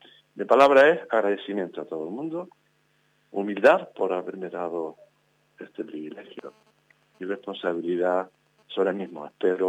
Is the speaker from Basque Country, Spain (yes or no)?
no; Teror, Canary Islands, Spain; born there; que pone siempre nacido en Teror. Yo digo, sigo empadronado en el pueblo, yo voto en el pueblo, yo soy un vecino de Teror.